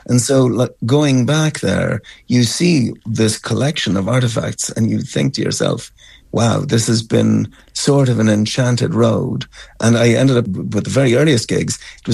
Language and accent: English; Ulster, Ireland; the owner of the pub, who was from County Cavan, which is where I grew up in Ireland.